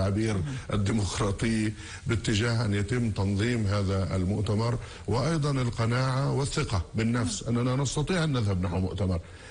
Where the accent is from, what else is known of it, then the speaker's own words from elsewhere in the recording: Palestine; أنا فخور كفتحاوي، فخور كفلسطيني